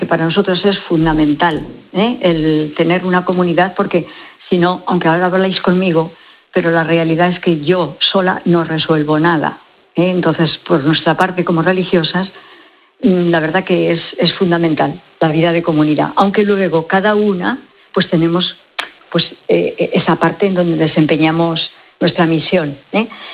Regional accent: Bañares, La Rioja, Spain; moved away as an adult; now in El Salvador; Pues una de Logroño, como soy yo, soy de Bañares, ¿eh? Uh-huh. De Bañares.

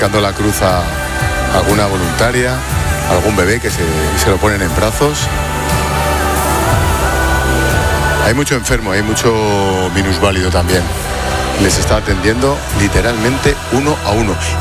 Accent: Madrid, Community of Madrid, Spain; para los que somos de Vallecas, de Carabanchel, de Cuatro Caminos, el que está en Madrid es de Madrid.

